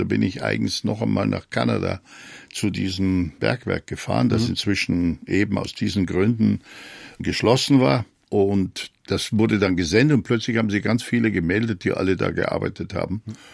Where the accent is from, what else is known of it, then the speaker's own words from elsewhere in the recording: Germany; moved away as an adult; also born or lived in Edmonton, Canada; weil wir als Deutsche glauben, in einem Vorstellungsgespräch zieht man sich sauber an mit Anzug und Krawatte